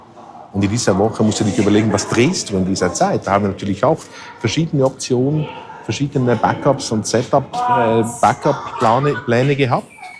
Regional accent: Switzerland; ich komme aus der Schweiz und ich kenne natürlich die Situation in den Bergen.

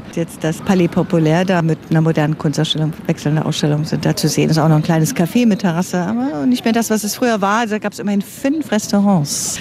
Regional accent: East Germany, Germany; und ich als Ossi, ich habe ja um die Ecke gewohnt

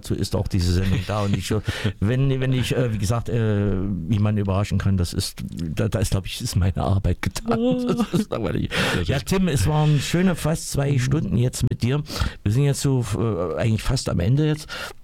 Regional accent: Schlöben, Thuringia, Germany; born or raised there

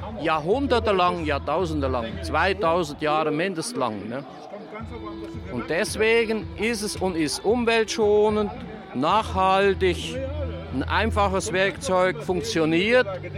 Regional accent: Trusetal, Thuringia, Germany; Ich komme aus Drusetal

